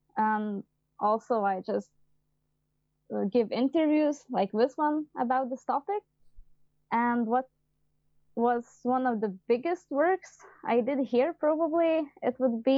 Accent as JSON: {"language": "English", "town": "Vilnius", "region": "Vilnius County", "country": "Lithuania", "said": "I am animals and nature lover, and also I am a climate activist from Lithuania, Vilnius."}